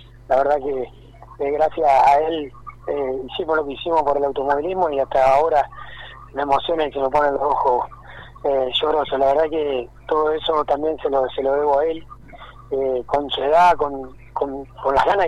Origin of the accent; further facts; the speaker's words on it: Concepción del Uruguay, Entre Ríos, Argentina; siento que soy el representante del Turismo Carretera de Concepción Uruguay, siempre la gente me apoya, me ve en la ciudad